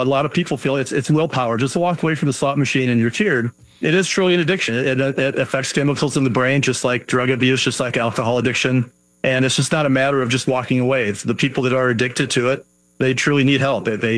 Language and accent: English; Illinois, United States; born there; also born or lived in Michigan, United States; Actually, I was born in Illinois. I've been kind of bounced around the country. I lived in Michigan most recently for about 25 years and made my way back to Illinois about 4 years ago.